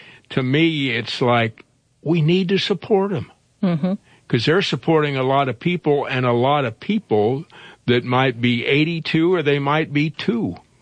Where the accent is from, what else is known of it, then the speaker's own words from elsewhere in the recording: Iowa, United States; We're farm folks from Iowa that moved all over the country.